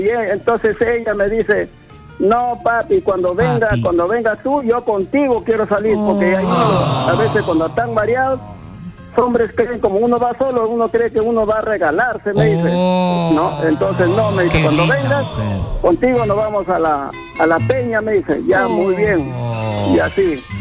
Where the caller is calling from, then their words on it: Chimbote, Ancash, Peru; Yo lo hablo de Chimbote.